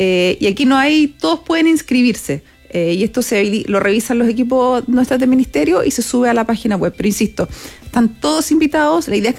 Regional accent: Viña del Mar, Valparaíso, Chile; born there; nací en Viña.

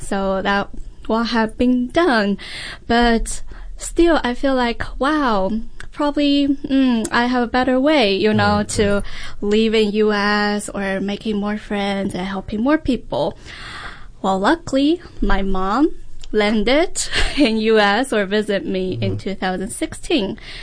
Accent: Yunnan, China; English is a second language; moved away as an adult; now in Massachusetts, United States; my hometown, Yunnan province

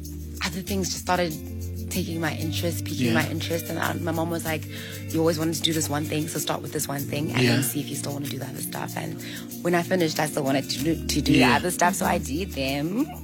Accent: Mthatha, Eastern Cape, South Africa; I'm originally from Mthatha.

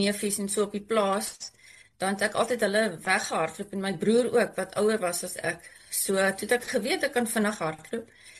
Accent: Bloemfontein, Free State, South Africa; moved away as an adult; also born or lived in United States; now in Stellenbosch, South Africa; Ja, ek is in Bloemfontein gebore en daar skool gegaan. Lang daar gebly tot ons Amerika toe is.

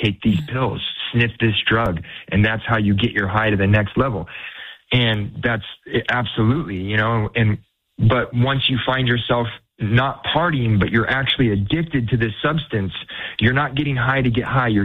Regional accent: Oregon, United States; now in Portland, United States; I'm not originally from Portland. I'm from Southern Oregon, a really small town in Southern Oregon.

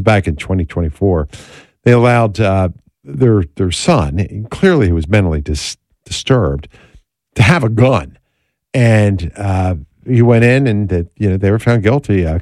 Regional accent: East Coast, United States; accent: East Coast; Nick and I were just talking about my East Coast accent occasionally coming out.

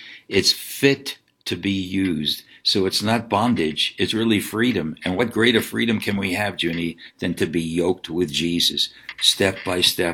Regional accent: Brooklyn, New York, United States; growing up in Brooklyn, a yoke seems to be a picture of bondage.

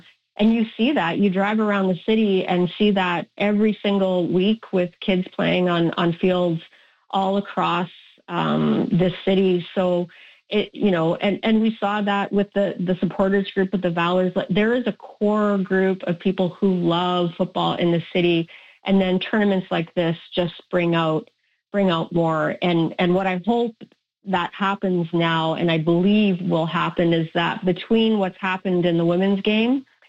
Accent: Winnipeg, Manitoba, Canada; moved away; although I left Winnipeg for a couple of decades, like, growing up in Winnipeg, this is the game that a lot of us play first, right?

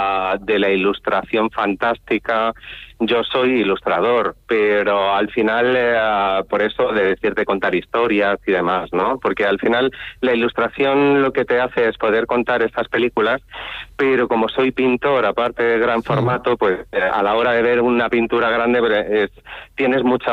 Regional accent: Toledo, Castilla-La Mancha, Spain; also born or lived in Madrid; yo soy originario de Madrid, nacido en Madrid, aunque yo siempre digo que soy de Toledo, toda mi familia es toledana y yo me he criado ahí en Toledo.

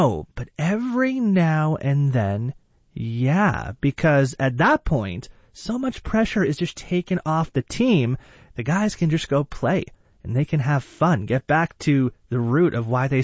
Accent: Ottawa, Ontario, Canada; Growing up in Ottawa, that was the team, and there was so much pressure every year.

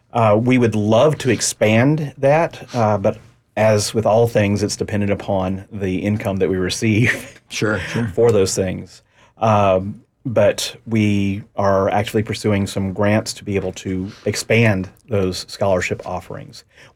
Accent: Beaumont, Texas, United States; moved away as an adult; also born or lived in Houston / Austin; I'm originally from Beaumont, and I came over to Houston for college.

